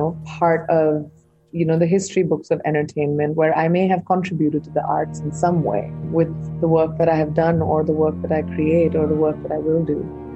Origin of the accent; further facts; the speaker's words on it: India; I'm an Indian who's grown up in India